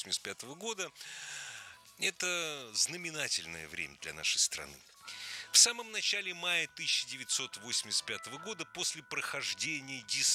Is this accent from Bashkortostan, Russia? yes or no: no; Moscow, Russia; как и все москвичи по заветам Фазилии Искандера слушаю прогнозы погоды